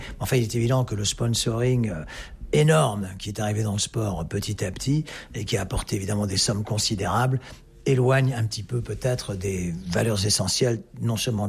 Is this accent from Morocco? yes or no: no; France; born there; ce qui est ma demi-nationalité vu que je suis né en France, de mère néerlandaise.